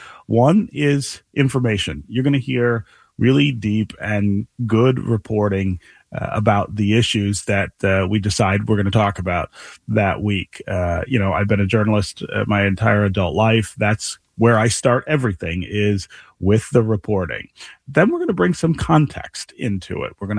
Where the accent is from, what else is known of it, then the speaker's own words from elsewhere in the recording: Detroit, Michigan, United States; born there; moved away as an adult; I was born here in Detroit, but traveled around quite a bit, working in other markets for many years. I came home to Michigan in 2007. And so next year I will have been home for 20 years.